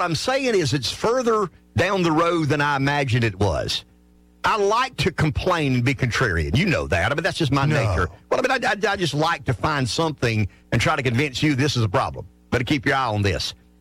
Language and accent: English; the South, United States; accent: Southern; Maybe it's my accent. Maybe it's my loyalty to the Southern calls and the Southern way of seeing the world.